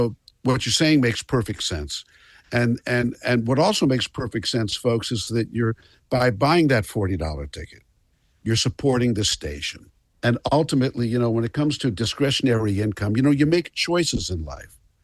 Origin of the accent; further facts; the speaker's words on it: Bergen County, New Jersey, United States; I was growing up in Burton County, New Jersey, which is not that far, but the George Washington Bridge was in between